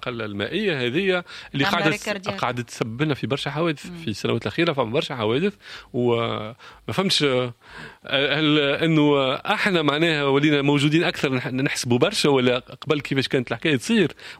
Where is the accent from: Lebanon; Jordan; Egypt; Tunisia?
Tunisia; اللي عندنا في تونس وفي السواحل التونسية